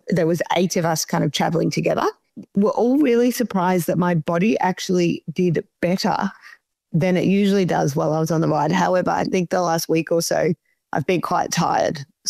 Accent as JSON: {"language": "English", "region": "Victoria", "country": "Australia", "said": "We're from Victoria"}